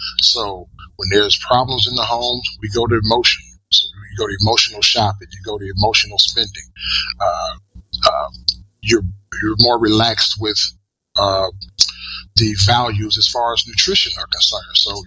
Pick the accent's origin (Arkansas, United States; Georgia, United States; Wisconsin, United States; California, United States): Georgia, United States; I grew up in Georgia. I live in the North Coast now, but I grew up in Georgia. Extremely poor, from a poor family, poor background.